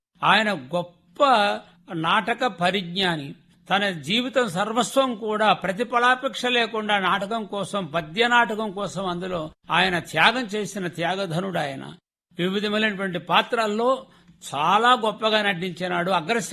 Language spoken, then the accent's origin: Telugu; Jangareddipalem, Andhra Pradesh, India; మాది ప్రకాశం జిల్లా లింగసముద్రం మండలం జంగారెడ్డిపాలెం అనే గ్రామం అండి. మార్చి 1వ తారీఖు 1951లో జన్మించాను.